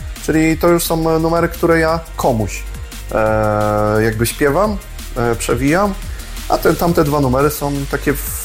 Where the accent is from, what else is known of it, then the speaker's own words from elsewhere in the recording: Kruszwica, Kuyavian-Pomeranian Voivodeship, Poland; moved away; also born or lived in Inowrocław / Toruń; Podziękowałem mojemu rodzinnemu miastu